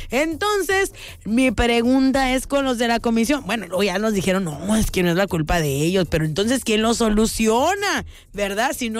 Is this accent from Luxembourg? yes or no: no; Guanajuato, Mexico; moved away; Soy nacida en Guanajuato, ¿verdad? Ahí nacida y ahí crecida